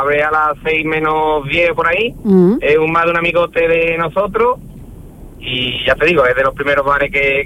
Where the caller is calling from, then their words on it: Bollullos de la Mitación, Andalusia, Spain; Trabajo en Sevilla, soy de Bollullo de la Habitación.